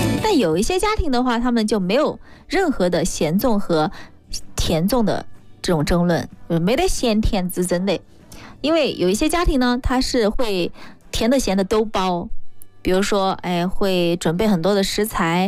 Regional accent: Sichuan, China; 我们四川人不这样吃

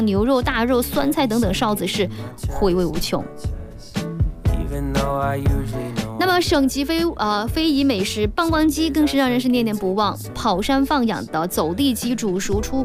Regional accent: Sichuan, China; 但是我们四川人啊

